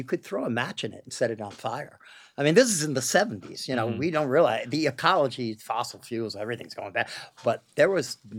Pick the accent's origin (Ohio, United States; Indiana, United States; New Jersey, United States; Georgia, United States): New Jersey, United States; I grew up in New Jersey.